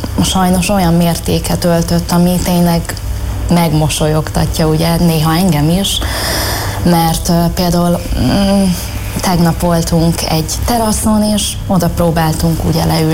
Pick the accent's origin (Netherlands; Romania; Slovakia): Netherlands; Hát valószínűleg egy rossz élmény idézte ezt elő, ami ugye gyermekkoromban nagyon sokáig Hollandiában éltünk. Édesapám ugye ott dolgozott 14 évig, és így ugye az egész család megkapta a holland állampolgárságot, és mi ugye a gyermekkorunk nagy részét ott töltöttük